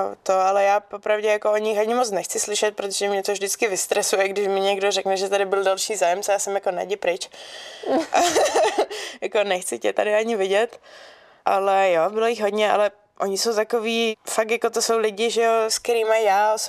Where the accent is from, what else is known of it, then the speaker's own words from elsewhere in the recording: Slušovice, Zlín Region, Czechia; tak ho nevezmu do Slušovic, ale vezmu ho na chatu